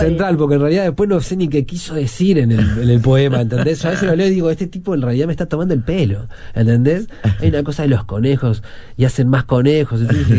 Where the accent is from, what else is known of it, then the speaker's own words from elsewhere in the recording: Uruguay; soy tan uruguayo que extraño mucho cuando me voy